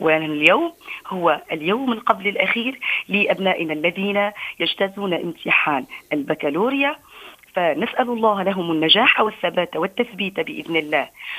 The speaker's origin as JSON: {"language": "Arabic", "country": "Tunisia", "said": "بلادنا تونس"}